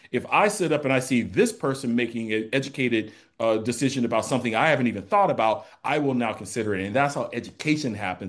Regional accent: Inglewood, California, United States; I had made an educational leap that was well beyond what I had known growing up in Inglewood, California.

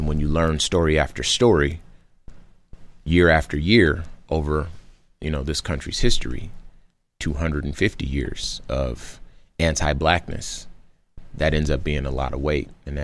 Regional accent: Compton, California, United States; It was some positivity in the neighborhood that I grew up in Compton, California.

